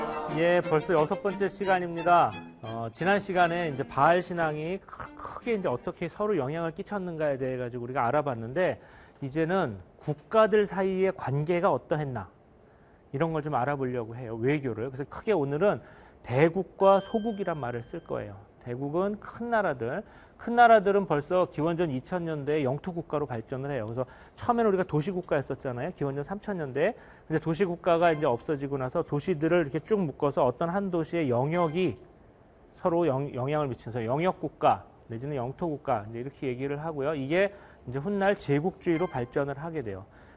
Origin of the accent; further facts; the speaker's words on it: South Korea; 제가 약소국 출신이고 미국 사람도 아니고 뭐 유럽 사람도 아니고 저는.